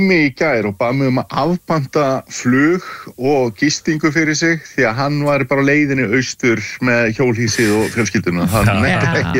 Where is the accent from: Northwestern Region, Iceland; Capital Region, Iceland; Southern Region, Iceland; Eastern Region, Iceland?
Eastern Region, Iceland; Fáskrúðsfjörður; manni finnst stundum hefur maður að alast upp og mikið á Fáskursfjörði að vera að tala um þessa frönsku sjómenn sko